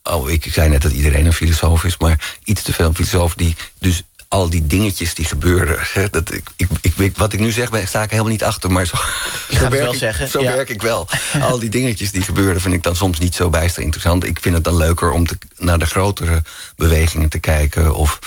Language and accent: Dutch; Netherlands